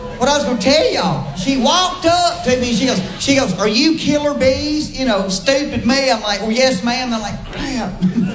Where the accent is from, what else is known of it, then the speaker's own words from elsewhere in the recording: the South, United States; You know, we're from the South, we're nice.